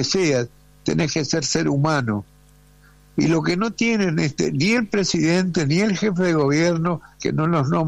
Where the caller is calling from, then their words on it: Buenos Aires, Argentina; yo estoy acá en Macro, Diagonal Norte y Bartolomé Mitre.